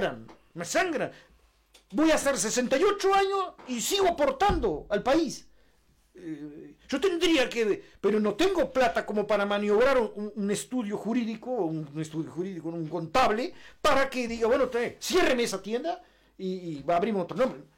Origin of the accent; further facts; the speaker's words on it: Tranqueras, Rivera, Uruguay; siempre fueron bienvenidos al pueblo, a mi pueblo.